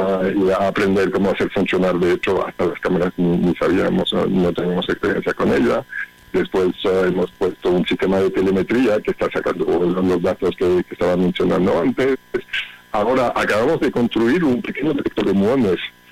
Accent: Belgium; Spanish is a second language; now in Spain; Excepcional a nivel europeo, lo notas con mi acento, ¿no? Soy belga.

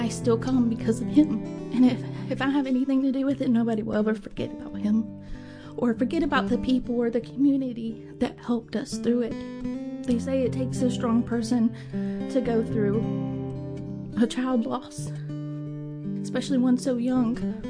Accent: Richmond Hill, Georgia, United States; I am from Richmond Hill, Georgia

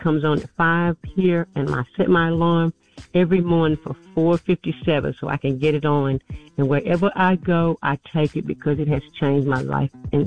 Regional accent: Mobile, Alabama, United States; Good morning. … I'm from Mobile, Alabama.

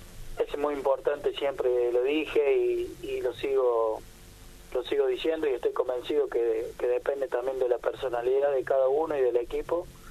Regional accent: Córdoba, Argentina; moved away as an adult; now in Buenos Aires, Argentina; armé el bolso y salí a Corrientes, salí afuera de Córdoba, hoy me encuentro en Buenos Aires

